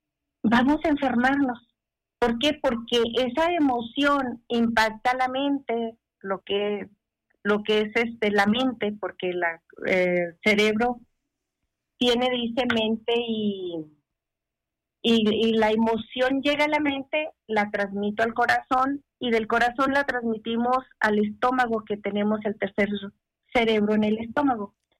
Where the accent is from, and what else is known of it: Mexico